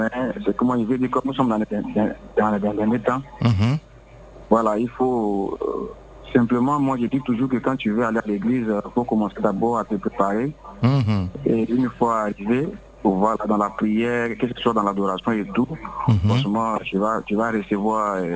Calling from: Abidjan, Côte d’Ivoire; J'appelle de Cocody.

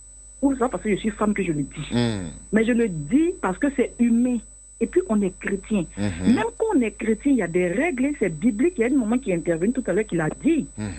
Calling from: Abidjan, Côte d’Ivoire; je vous appelle de Marcory.

